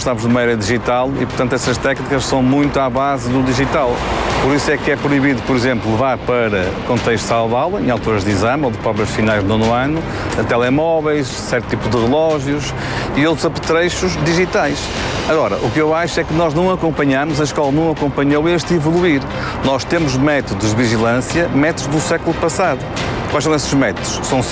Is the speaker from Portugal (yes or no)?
yes; Portugal; Nós, em Portugal